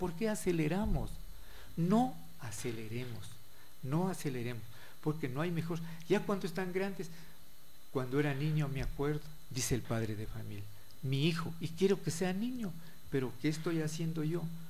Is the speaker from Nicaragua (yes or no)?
no; San Miguel de Bolívar, Bolívar, Ecuador; moved away; Nosotros muchos de un pueblo pequeñito en donde yo nací, San Miguel de Bolívar